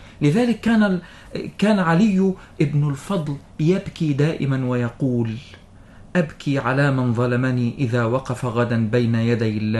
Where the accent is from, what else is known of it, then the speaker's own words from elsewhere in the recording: Qift, Qena Governorate, Egypt; من مصر، من بلادي قفط قنا